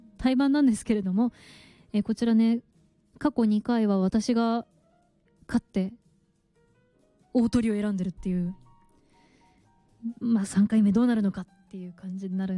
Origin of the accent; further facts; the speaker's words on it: Tochigi, Japan; 今までは結構私のふるさと栃木とかでやったりとかしていたんですけど、